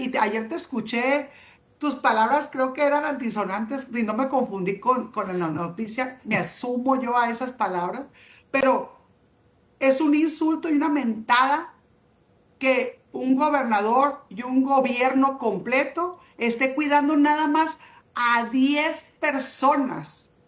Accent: Sinaloa, Mexico; el centro de la gobernanza aquí en Sinaloa no somos los sinaloenses

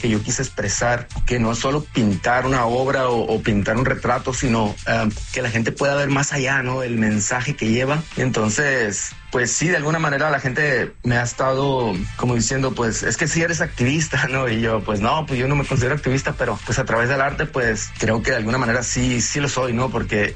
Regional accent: Mexico; Nosotros como mexicanos, ¿no? En especial la gente que viene como inmigrante.

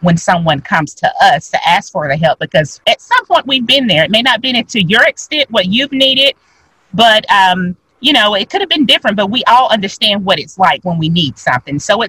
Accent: Newton, Mississippi, United States; now in Chattanooga, United States; Newton, Mississippi is a very small town. It one high school. When I moved to Chattanooga, I was overwhelmed with the amount of schools that they had. But Newton, Mississippi, everybody went to the same high school. It's a little small town that I started out with elementary school.

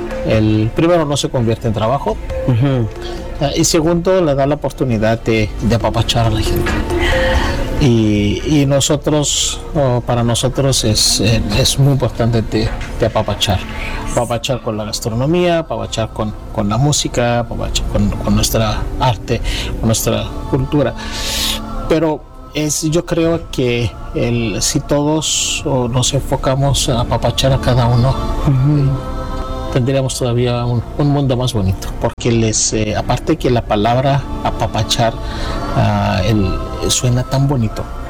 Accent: Mexico; lo que somos los mexicanos

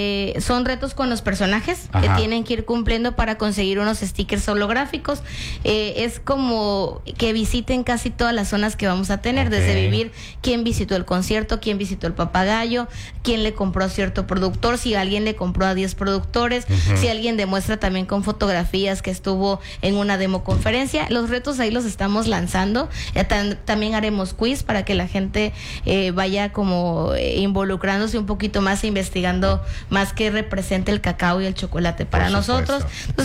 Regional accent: Tabasco, Mexico; todo lo que somos como tabasqueños

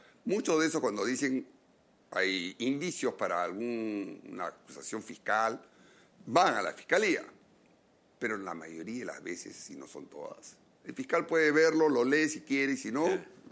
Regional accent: Peru; Bueno, es que todos son peruanos, todos somos peruanos.

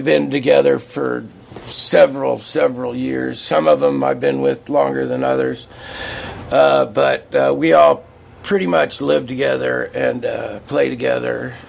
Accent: Colorado, United States; now in California, United States; I'm originally from Colorado, and it suits me just fine being up in the Sierras.

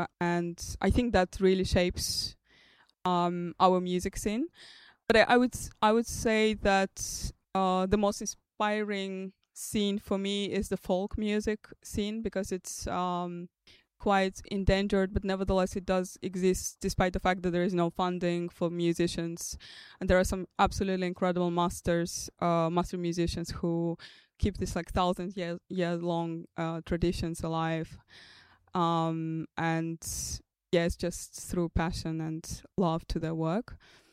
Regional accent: Dushanbe, Tajikistan; it's like an experimental portrait of collective memory of my hometown, Dushanbe, which does not exist anymore the way I remember it, or my generation remembers it, because there was like the civil war after the collapse of the Soviet Union

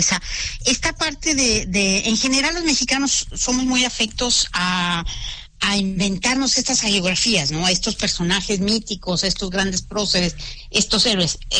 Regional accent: Monterrey, Nuevo León, Mexico; moved away as an adult; lo que yo viví de niña, de adolescente, de joven, en fin, a lo largo de mi vida hasta que me fui de Monterrey

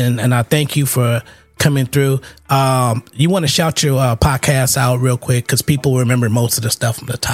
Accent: the Bay Area, California, United States; I'm from the Bay Area

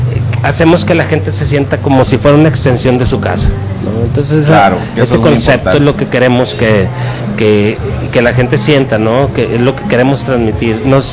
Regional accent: Torreón, Coahuila, Mexico; soy orgullosamente mexicano y sobre todo lagunero

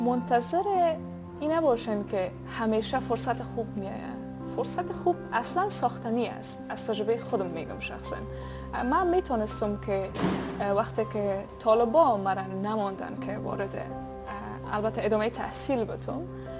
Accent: Afghanistan; بخصوص از جایم که در خود افغانستان هستم، چون که هم نوع در خود وطنم هستن

